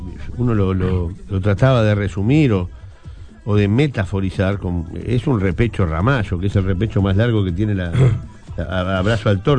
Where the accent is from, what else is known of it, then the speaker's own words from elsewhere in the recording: Uruguay; como somos los uruguayos, de apuntalar y de mirar.